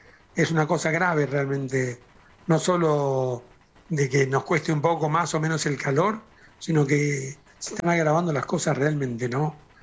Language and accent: Spanish; Argentina; now in Rome, Italy; para los que estamos acá, porque somos argentinos, que no desde la Argentina.